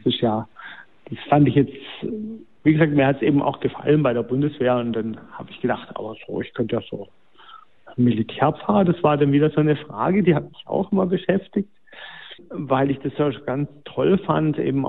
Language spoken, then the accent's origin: German; Unteruhldingen, Baden-Württemberg, Germany; ich komme aus Unterulding, auf der anderen Seeseite ist Konstanz